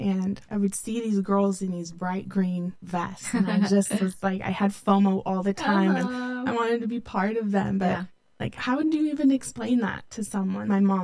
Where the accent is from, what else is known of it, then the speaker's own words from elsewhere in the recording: Redwood City, California, United States; Growing up, I grew up in the Bay Area in Redwood City.